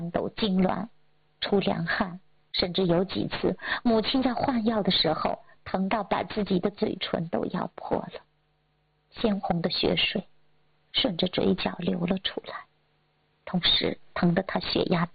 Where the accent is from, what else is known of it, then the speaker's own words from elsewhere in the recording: China; 都说我们中国人讲究落叶归根，人走的时候在家里要走